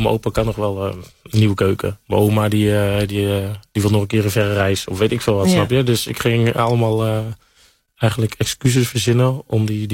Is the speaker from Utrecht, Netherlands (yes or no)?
yes; Utrecht, Netherlands; born or raised there